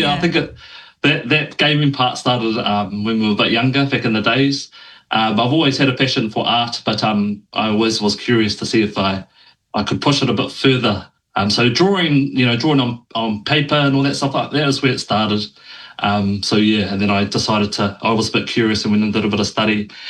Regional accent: Tauranga, Bay of Plenty, New Zealand; I'm a junior Māori indie game developer. I'm from Tauranga, but I lived in Auckland studying game design

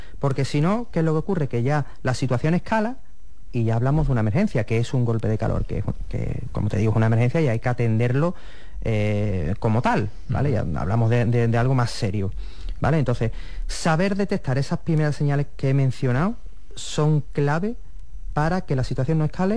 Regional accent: Spain; yo creo que es que somos españoles y como españoles que somos decimos, venga, vamos, ¿no?

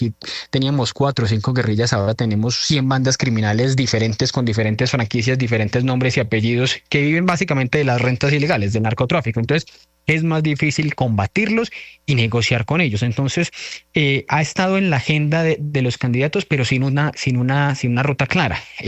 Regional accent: Colombia

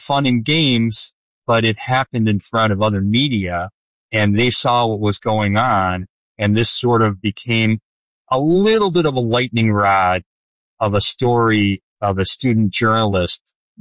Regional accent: Chicago, Illinois, United States; moved away as an adult; I grew up in the Chicago area

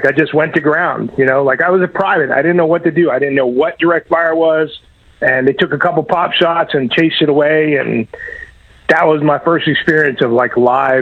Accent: Pennsylvania, United States

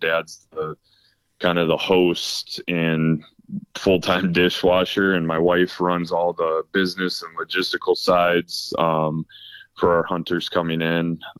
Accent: Aberdeen, South Dakota, United States; I grew up in Aberdeen, South Dakota.

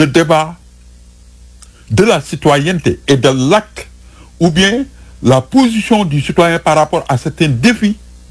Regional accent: Senegal; Tout ce qui peut faire te donner une fierté permettant de dire que je suis sénégalais et je revendique ma sénégalité

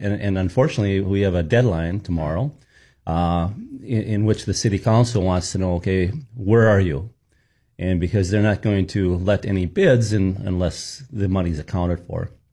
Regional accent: Wahpeton, North Dakota, United States; moved away as an adult; me growing up in Wahpeton, North Dakota

